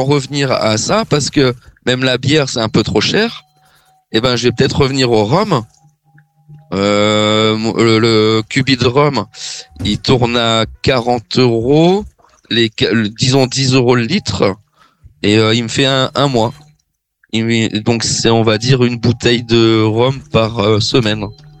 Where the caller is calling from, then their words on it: Réunion; Je suis pas aux Antilles, je suis à La Réunion.